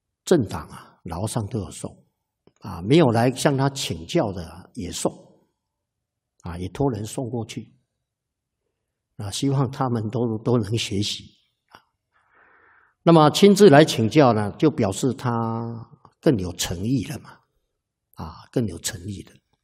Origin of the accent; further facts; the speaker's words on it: Taiwan; 这个呢都是造成我们台湾人民的伤害我们真的是无辜的。